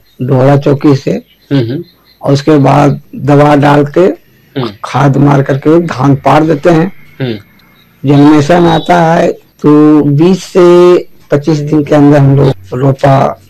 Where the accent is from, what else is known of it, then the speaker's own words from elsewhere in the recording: Hazaribagh district, Jharkhand, India; प्रखंड कटकम संडे जिला हजारीबाग के रहने वाले हूँ।